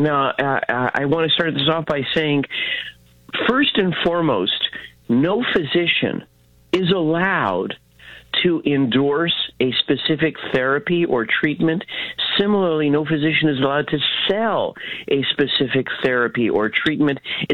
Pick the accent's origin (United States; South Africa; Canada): Canada; Wait a minute. I'm Canadian. I know I should be used to it.